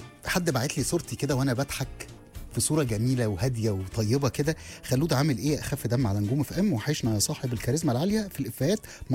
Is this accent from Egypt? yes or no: yes; Sohag Governorate, Egypt; ما احنا صعيدة، ما انا من سوهاج انا كمان.